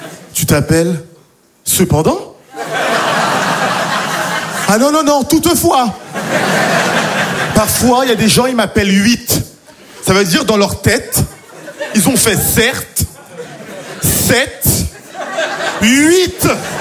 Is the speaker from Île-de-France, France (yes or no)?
yes; Île-de-France, France; born or raised there